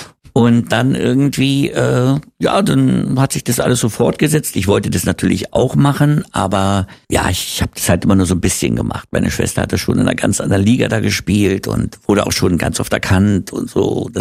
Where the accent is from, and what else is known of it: Berlin, Germany; born or raised there